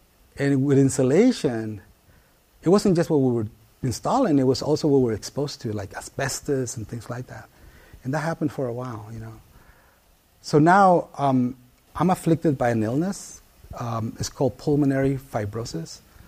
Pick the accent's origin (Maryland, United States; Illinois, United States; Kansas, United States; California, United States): California, United States; Oakland; I grew up in East Oakland, 82nd Avenue, which is located right in the heart of East Oakland, Chernobyl, right there, right?